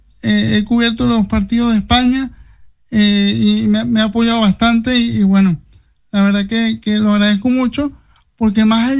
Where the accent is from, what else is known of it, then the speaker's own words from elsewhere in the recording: Venezuela; moved away as an adult; now in United States; yo soy un venezolano orgulloso, agradecido de mi país, y pues tengo ya 10 años que lo dejé por situaciones, obviamente, de sociopolítica y todo lo demás, pero lo llevo en mi corazón siempre.